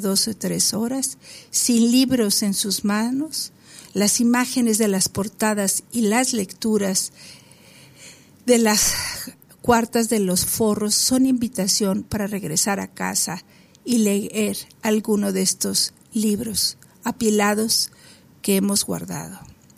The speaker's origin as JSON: {"language": "Spanish", "country": "Mexico", "said": "¿quiénes somos los mexicanos?"}